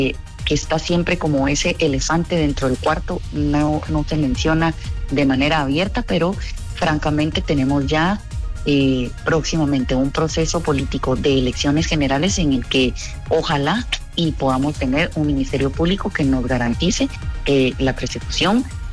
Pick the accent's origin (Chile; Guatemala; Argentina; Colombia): Guatemala; todos como guatemaltecos